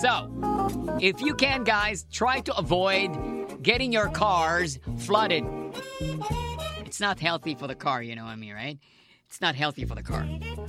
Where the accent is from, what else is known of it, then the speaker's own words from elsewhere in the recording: Imus, Calabarzon, Philippines; I'm from Imus